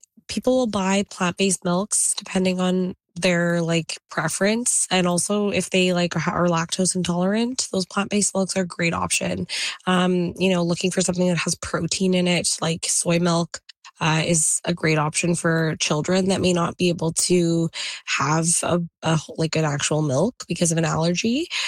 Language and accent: English; India; I'll say India just because I'm Indian